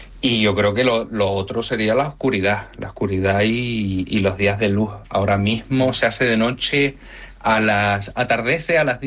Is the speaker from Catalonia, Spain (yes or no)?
no; Canary Islands, Spain; moved away as an adult; now in Reykjavik, Iceland; Soy una persona abierta, soy canario, no soy muy afable con la gente.